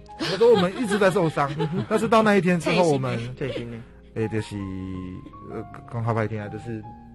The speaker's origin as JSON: {"language": "Chinese", "region": "New Taipei", "country": "Taiwan", "tie": "born or raised there", "said": "是一个土生土长的安坑人。"}